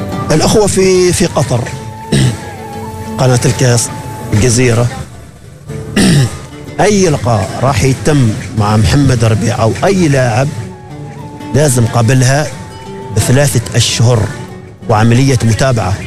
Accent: Salalah, Dhofar, Oman; ترى أنا من صلالة

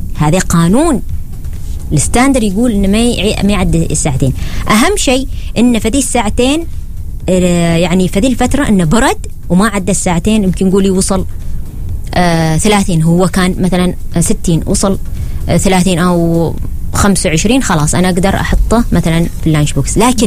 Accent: Oman; حتى اللي يعيبني في بعض من المدارس هنا عندنا في عمان

